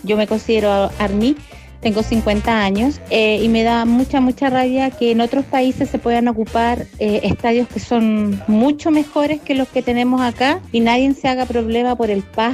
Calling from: Chile; somos chilenos todos

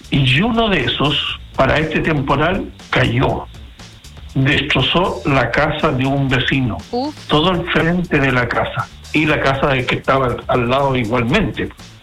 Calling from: Villa Alemana, Valparaíso, Chile

